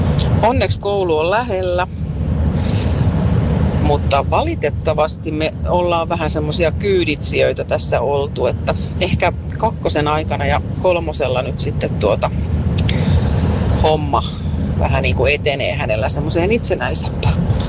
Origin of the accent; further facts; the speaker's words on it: Harjavalta, Satakunta, Finland; born there; kun mä olin silloin pieni ja avainkaula lapsi, kun itse olin ekalla ja tokalla ja ajelin niin kuin Harjavallan keskustasta sinne Pitkäpäälän koululle.